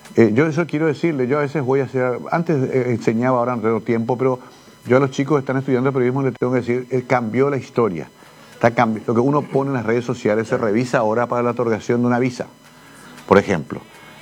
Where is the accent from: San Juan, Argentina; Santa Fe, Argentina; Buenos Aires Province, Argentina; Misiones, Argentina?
San Juan, Argentina; Tengo que, soy un cobarde sanjuanino.